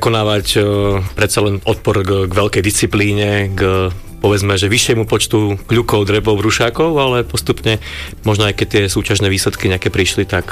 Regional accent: Senec, Bratislava Region, Slovakia; U nás v Senci

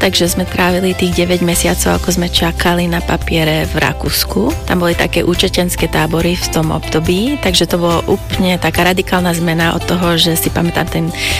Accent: Vancouver, British Columbia, Canada; also born or lived in Slovakia; Som vyrastala vo Vancouveri a to bolo aj ďaka tomu, že v tom období Kanada veľmi potrebovala talentovanú a vzdelanú pracovnú silu, takže moji rodičia boli vysokoškoláci tuto zo Slovenska

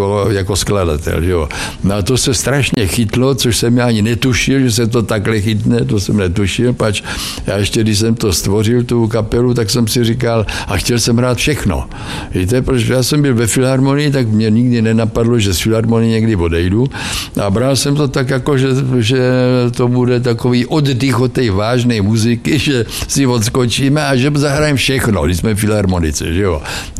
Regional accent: Kyjov, South Moravian Region, Czechia; až pocházím tam od Kyjova, to je Slovácko

